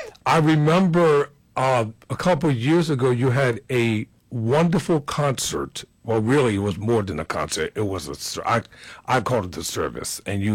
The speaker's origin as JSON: {"language": "English", "town": "Philadelphia", "region": "Pennsylvania", "country": "United States", "said": "I'm from Philadelphia"}